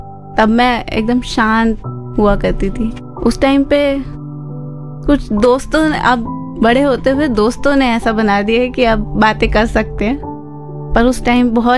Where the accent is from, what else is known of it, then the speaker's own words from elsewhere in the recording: Moradabad, Uttar Pradesh, India; moved away as an adult; also born or lived in Meerut / Agra; now in Gonda, India; मैं मुरादाबाद से बिलोंग करती हूँ। एक्चुअली वहीं पे पैदा हुई, वहीं पे अर्ली एजुकेशन 12th तक वहीं पे पढ़ी हूँ।